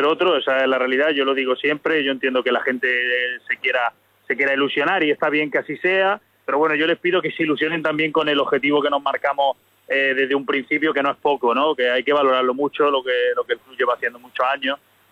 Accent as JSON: {"language": "Spanish", "town": "Granada", "region": "Andalusia", "country": "Spain", "said": "Yo soy de Granada, yo soy granadino."}